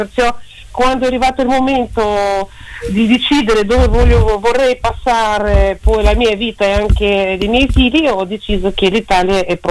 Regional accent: Minsk, Belarus; Italian is a second language; moved away as an adult; now in Italy; Minsk, la capitale.

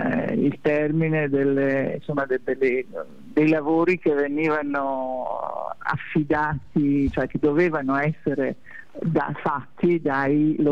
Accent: Belluno, Veneto, Italy; now in Asiago, Italy; come veneta, come persona che in realtà sono bellunese, quindi per me sono stato trapiantato ad Asiago

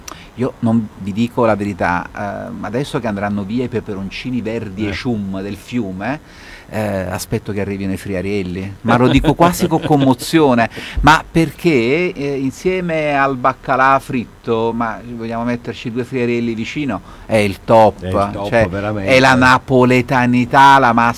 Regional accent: Naples, Campania, Italy; noi siamo napoletani

